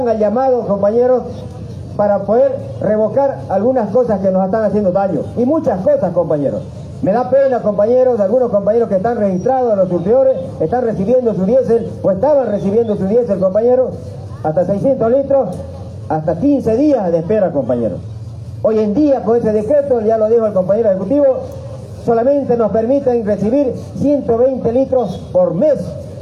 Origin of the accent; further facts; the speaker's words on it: Bolivia; como productores y como bolivianos